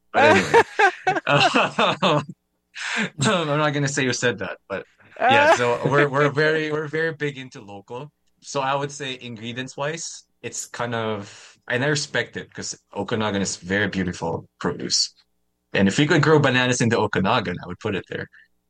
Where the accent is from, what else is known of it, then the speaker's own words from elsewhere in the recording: Central Luzon, Philippines; Yeah, it's very close to where I technically grew up in. So I'm from Nueva Ecija.